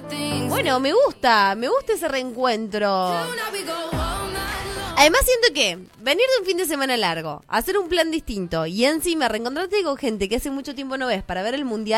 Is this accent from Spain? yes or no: no; Argentina; como argentinos, que nos gusta, sí, la pasión.